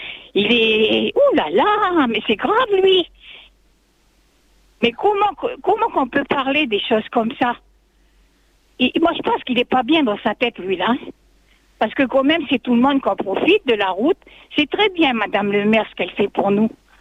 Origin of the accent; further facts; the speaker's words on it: Rivière-Salée, Martinique; Et puis, nous, on est de la Rivière Salée.